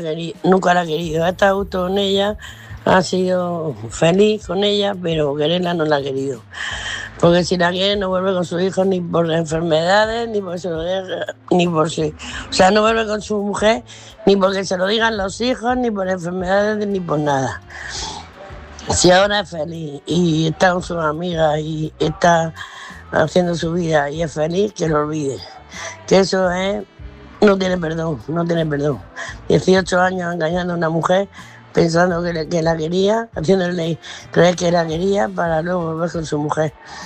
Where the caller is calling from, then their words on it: Murcia, Region of Murcia, Spain; de Murcia.